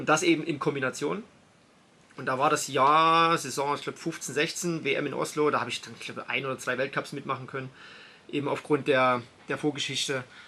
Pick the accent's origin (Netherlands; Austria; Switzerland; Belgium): Belgium; ich bin als Belgier auf Nummer 1 ins Ziel gekommen